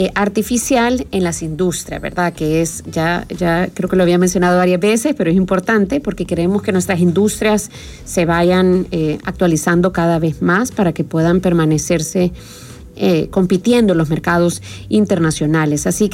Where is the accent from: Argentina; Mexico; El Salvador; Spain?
El Salvador